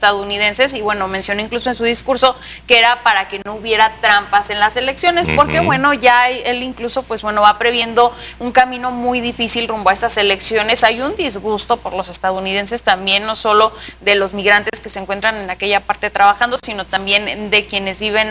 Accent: Mexico; somos mexicanos, seguimos siendo mexicanos

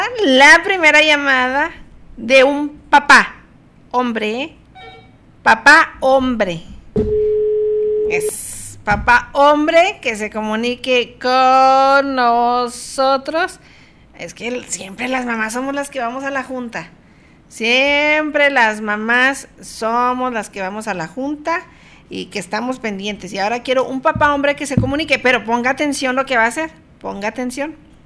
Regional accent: Mexico

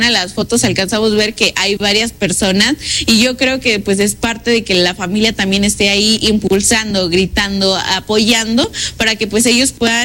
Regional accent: Mexico; más como mexicanos, nos toca apoyar a personas como Noel

